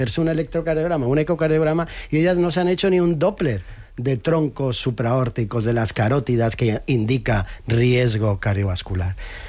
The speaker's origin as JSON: {"language": "Spanish", "town": "Jaén", "region": "Andalusia", "country": "Spain", "said": "En mi tierra, en Jaén"}